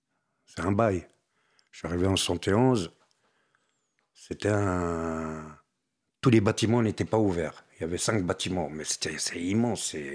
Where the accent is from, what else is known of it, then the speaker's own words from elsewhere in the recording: France; Je dis non, je suis français.